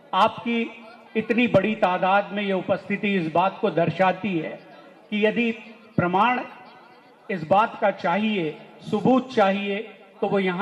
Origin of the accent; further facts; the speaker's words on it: Bhilai, Chhattisgarh, India; मैं भिलाई का ही निवासी हूँ